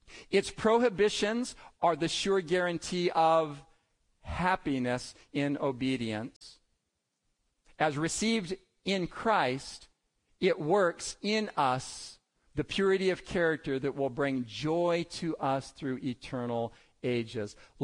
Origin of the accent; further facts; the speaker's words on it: United States